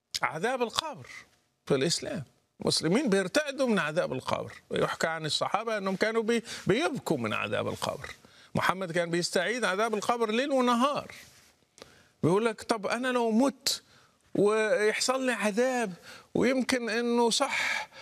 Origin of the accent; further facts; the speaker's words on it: Morocco; لأنه كان عندنا في المغرب فكرة أو من ضمن التخويف أنه لو ما صليتش ممكن تتدارك الأمر